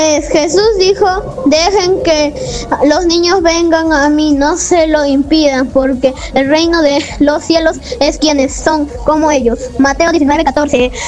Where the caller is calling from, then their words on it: Lima, Peru; tengo 8 años. Mi programa favorito es Entre Notas y vivo en Villa María del Triunfo.